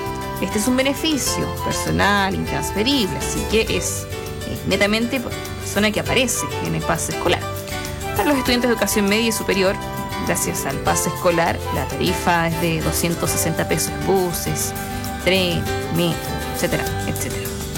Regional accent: Chile; como buen chileno uno siempre anda a última hora

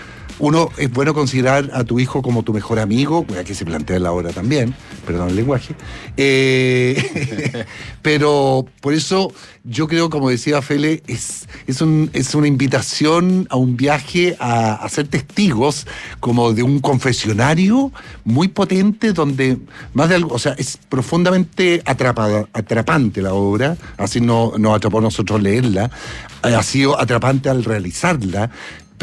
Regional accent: Chile; nosotros como sociedad, como chilenos, somos buenos para el copete

